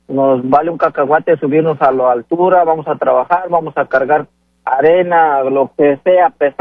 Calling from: Tlaxcala, Mexico; Yo soy de Tlaxcala

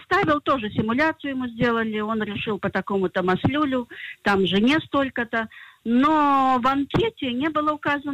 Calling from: Haifa, Haifa District, Israel; из Хайфы.

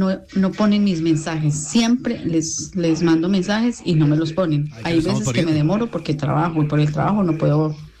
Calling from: Colombia; Yo vivo en Colombia, soy de Colombia, pero estoy en España en ese momento

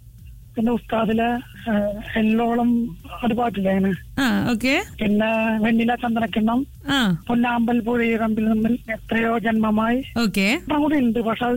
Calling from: Qatar

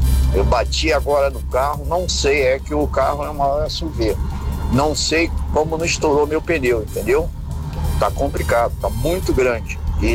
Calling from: Niterói, Rio de Janeiro, Brazil; Tô saindo de casa agora da Alameda em direção ao Rio de Janeiro.

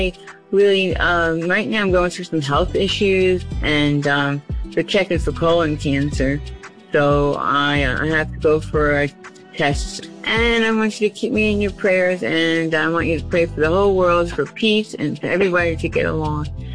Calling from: Palm Lake, New Jersey, United States; I'm from Palm Lake, New Jersey.

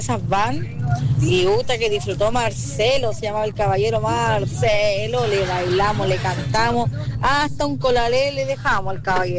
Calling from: La Serena, Coquimbo, Chile; Y yo con mi amiga somos de La Serena.

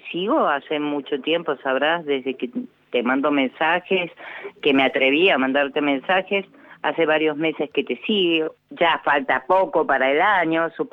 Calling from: Mendoza, Argentina; Saludos desde Mendoza

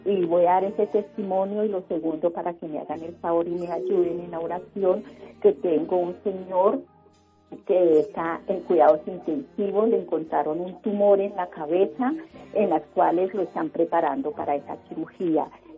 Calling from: Bogotá, Bogotá Capital District, Colombia; Estoy en la zona quinta de Wisma.

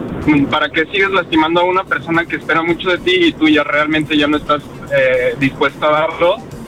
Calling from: Monterrey, Nuevo León, Mexico; de Monterrey.

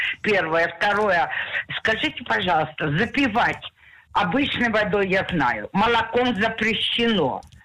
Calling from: Jerusalem, Jerusalem District, Israel; я из Иерусалима.

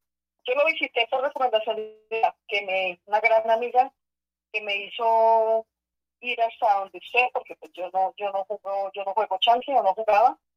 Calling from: Bogotá, Colombia; Yo llamo acá desde el barrio Carimagua, en Kennedy, en Bogotá.

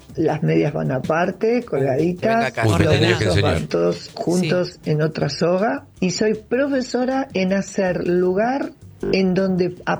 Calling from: Buenos Aires, Argentina; soy de Caballito

